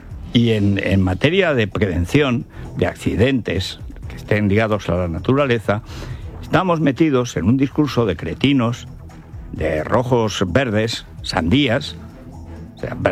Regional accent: Spain; born there; moved away; en Molina de Aragón, toda esa parte que llega hasta Orea, que está pegada a mi pueblo

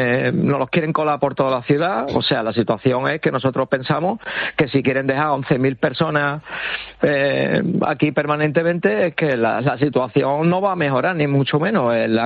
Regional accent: Ceuta, Spain; Como ciudadano ceutí, como ciudadano español

